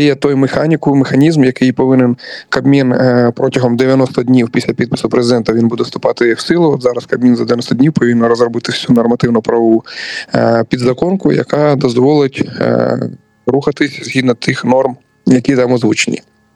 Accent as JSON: {"language": "Ukrainian", "town": "Donetsk", "region": "Donetsk Oblast", "country": "Ukraine", "moved": "as an adult", "said": "я сам з Донецька і також переселенець ще з 14 року"}